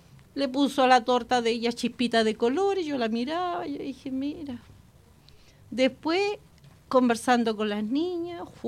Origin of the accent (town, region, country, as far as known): Chile